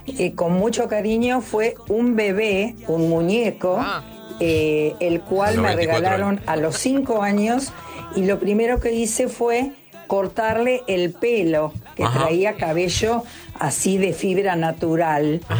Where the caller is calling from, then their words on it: Banfield, Buenos Aires Province, Argentina; de Banfield.